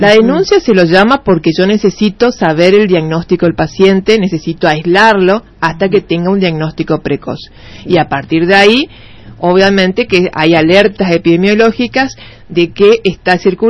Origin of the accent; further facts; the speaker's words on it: Argentina; nosotros como argentinos